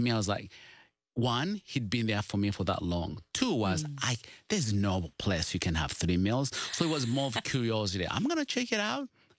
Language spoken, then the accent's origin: English; Uganda; I come from Uganda and grew up poor of the poorest.